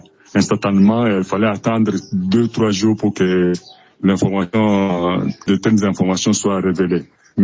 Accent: Lubumbashi, Haut-Katanga, DR Congo; born there; also born or lived in Zambia; j'étais déjà à Lubumbashi. Bon, je suis né en Zambie. Je suis venu au pays, à Lubumbashi, pour les études. Et j'y suis resté.

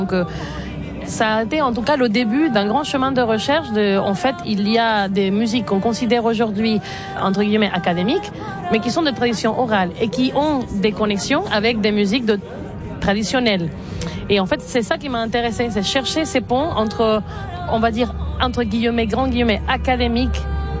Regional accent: Caracas, Capital District, Venezuela; moved away as an adult; jusqu'au moment où j'ai quitté le Venezuela, j'ai chanté dans cet ensemble. En parallèle de faire partie de la scène underground et alternative de Caracas

